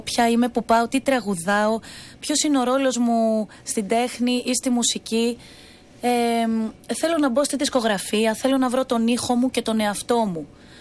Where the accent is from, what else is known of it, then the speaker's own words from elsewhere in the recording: Thessaloniki, Central Macedonia, Greece; Μετά σπούδασα θέατρο στη θεάτρου στη Θεσσαλονίκη. Είμαι από τη Θεσσαλονίκη.